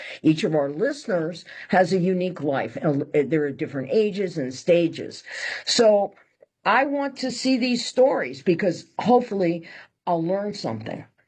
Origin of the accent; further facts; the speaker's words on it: Florida, United States; also born or lived in California; I lived in California 30 years because there's no humidity like where I grew up in Florida.